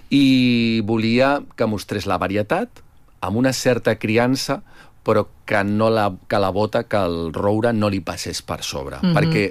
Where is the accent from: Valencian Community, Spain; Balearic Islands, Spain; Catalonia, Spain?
Catalonia, Spain; Barcelona; perquè com jo sóc de Barcelona, ho dic això perquè m'estava mirant la Meritxell amb la cara una miqueta sorpresa, ho vaig comprovar perquè jo al ser de Barcelona vaig dir